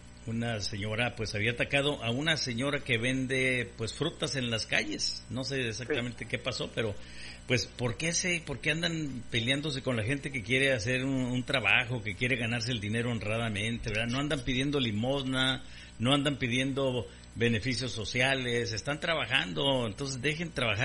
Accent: Guadalajara, Jalisco, Mexico; Yo soy tapatío porque soy de Guadalajara y los de Guadalajara somos tapatíos.

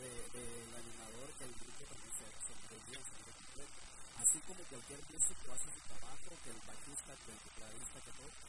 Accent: Oaxaca, Mexico; Originario de Oaxaca.

